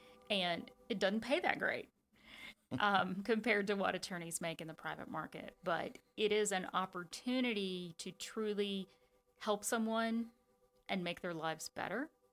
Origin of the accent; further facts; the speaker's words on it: Madison County, North Carolina, United States; growing up in Madison County in a lower income household